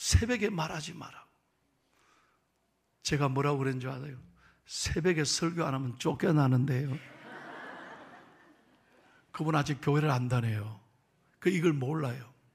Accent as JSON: {"language": "Korean", "region": "Busan", "country": "South Korea", "tie": "born or raised there", "said": "제 고향이 부산 영아일랜드인 거 아시죠?"}